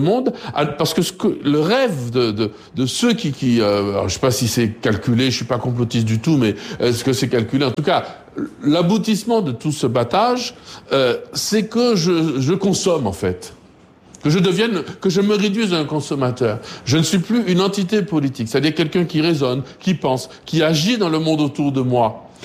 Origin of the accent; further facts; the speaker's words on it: Martinique; Mais quand je suis en Martinique